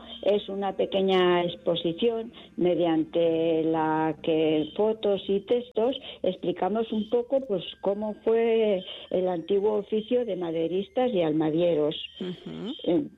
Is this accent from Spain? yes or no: yes; Burgui, Navarre, Spain; Sí, soy de Burgui, sí.